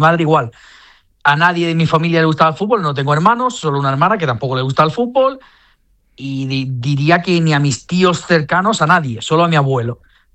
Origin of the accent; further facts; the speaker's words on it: El Ejido, Andalusia, Spain; also born or lived in Granada; O sea, yo he vivido siempre en el Ejido, toda mi vida, desde los 4 años. Nací en Granada y desde los 4 años estoy viviendo en el Ejido.